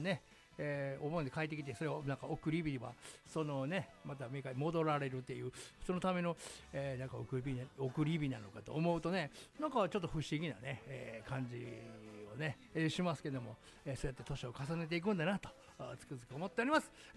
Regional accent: Kyoto, Japan; 京都生まれ京都育ちなものでね、大文字の五山の送り火なんていうのをもう子供の時から見てきてね、特にもう実家のその家のね、育ってきた環境ではもうすぐそばにね、左大文字がね

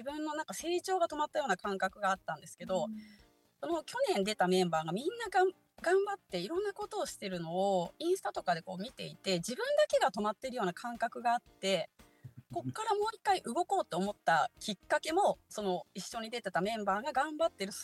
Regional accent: Fukushima, Japan; 私、地元が福島なんですけど

